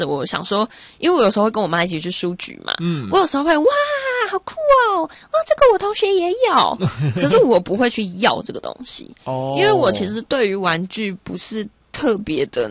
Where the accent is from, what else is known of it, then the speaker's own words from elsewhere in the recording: Taiwan; 可是我身为一个台湾人竟然现在才认识它哦